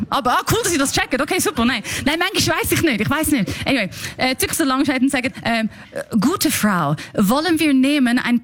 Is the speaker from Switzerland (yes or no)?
yes; Switzerland; born or raised there